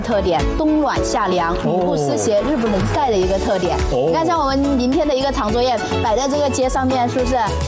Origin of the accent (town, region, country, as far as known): Chongqing, China